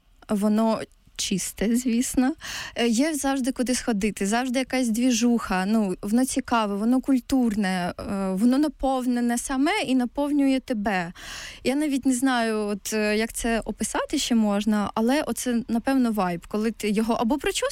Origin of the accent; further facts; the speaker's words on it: Dnipropetrovsk Oblast, Ukraine; moved away as an adult; also born or lived in Kharkiv; Я взагалі родом з Кривбасу, з Криворіжжя, з невеликого містечка, і я там прожила перші 20 років, а потім переїхала саме в Харків навчатися.